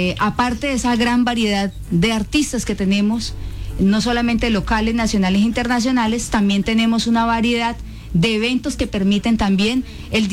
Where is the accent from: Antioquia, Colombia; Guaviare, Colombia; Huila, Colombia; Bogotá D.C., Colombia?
Guaviare, Colombia; nacida y criada en nuestro bello departamento del Guaviare.